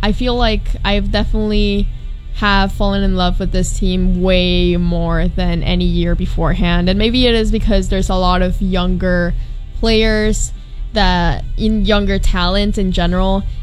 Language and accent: English; Mexico; moved away; when I was growing up in Mexico.